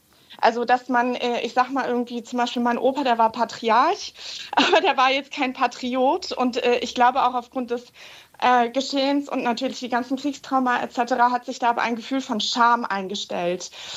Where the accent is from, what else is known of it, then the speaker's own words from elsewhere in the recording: Spain; Ich bin selbst in Spanien groß geworden und habe da noch ganz andere Arten und Weisen kennengelernt